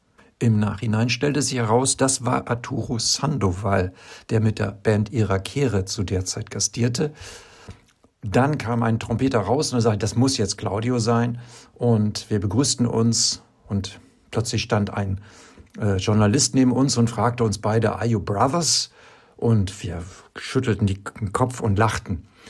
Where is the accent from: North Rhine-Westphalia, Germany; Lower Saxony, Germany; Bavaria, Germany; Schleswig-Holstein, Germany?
Lower Saxony, Germany; Oldenburg; Und ich bin mit meinem Auto Richtung Hamburg, hier aus meiner Heimatstadt Oldenburg, gefahren.